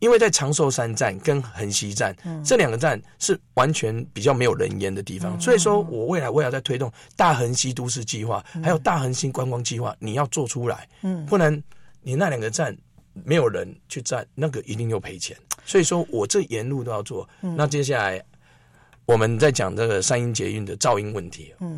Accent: Shulin, New Taipei, Taiwan; moved away; 因为我毕竟土生土长在这边啊、嗯、虽然到国外二十年，但回来也扎根了那么久，

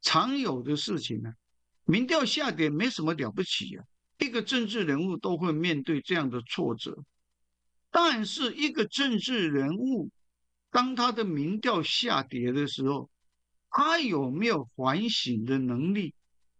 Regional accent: Taiwan; 我们台湾人很熟悉的

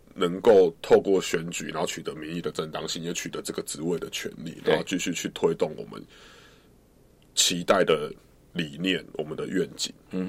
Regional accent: Kaohsiung, Taiwan; moved away; 我小时候就是经历过高雄的很大的转变

